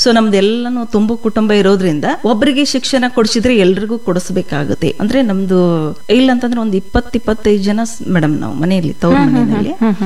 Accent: Ankali, Karnataka, India; also born or lived in Halatti, Chikkodi taluk; ನನ್ನ ಬಾಲ್ಯ ಎಲ್ಲ ಅಂಕ್ಲಿ ಗ್ರಾಮದಲ್ಲೇ ಆಗಿರೋದು, ನಮ್ಮ ಅತ್ತೆ ಸೋದರತ್ತೆ ಮನೆಯಲ್ಲಿ.

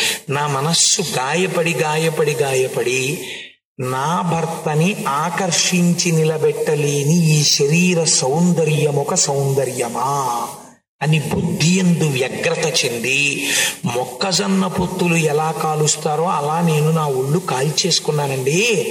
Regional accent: Visakhapatnam, Andhra Pradesh, India; born there; నా చిన్నతనంలో నేను విశాఖపట్నంలో ఒక ఇంట్లో ఉండేవాడిని.

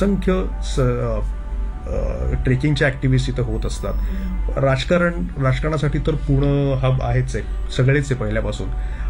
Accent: Talegaon Dabhade, Maharashtra, India; also born or lived in Pune; मी अर्थात तळेगाव, दाभडे हे मला म्हटलं माझ्या गावात होतो, ते पण खूप महत्वाचं गाव आहे.

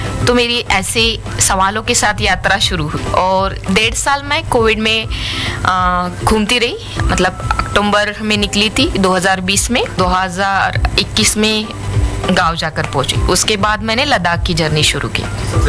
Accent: Maharashtra, India

